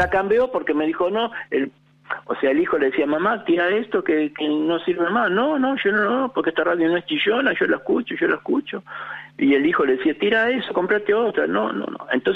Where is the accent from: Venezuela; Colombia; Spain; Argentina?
Argentina; Buenos Aires; Ahora estoy en San Telmo, pero vivía en Floresta, me crié ahí en Floresta.